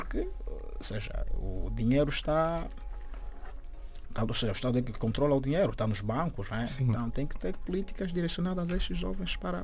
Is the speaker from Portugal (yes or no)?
no; Angola; moved away as an adult; eu saí de Angola